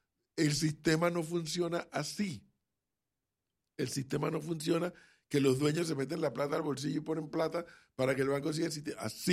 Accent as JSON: {"language": "Spanish", "country": "Panama", "said": "usted sabe cómo somos los panameños"}